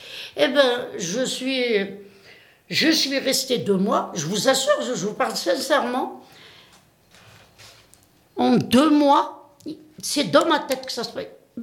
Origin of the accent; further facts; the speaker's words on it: Tizi Ouzou, Tizi Ouzou Province, Algeria; moved away; je venais de Tizi Ouzou.